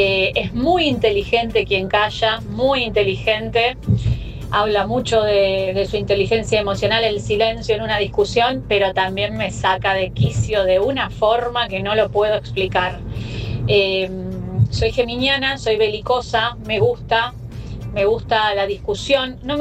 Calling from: Ciudad Evita, Buenos Aires Province, Argentina; de Ciudad Evita.

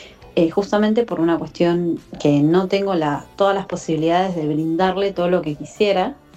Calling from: Lanús, Buenos Aires Province, Argentina

